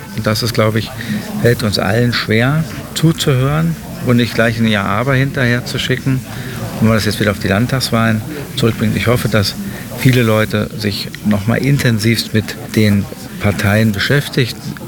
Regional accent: Aschersleben, Saxony-Anhalt, Germany

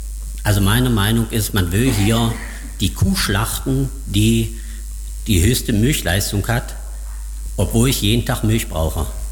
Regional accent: Winningen, Rhineland-Palatinate, Germany; ich komme aus Winningen, wohne in der Weiterrathener Straße Nummer 6

